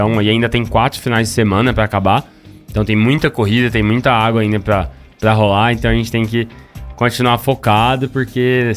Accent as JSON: {"language": "Portuguese", "town": "Palmas", "region": "Tocantins", "country": "Brazil", "also_born_or_lived": "Brasília", "said": "Eu sou do Tocantins, né, de Palmas, mas quando eu comecei a correr de kart não tinha kartódromo lá, então quando eu era molequinho ali, 6, 7, 8 anos, minhas corridas eram todas aqui no kartódromo do Guará."}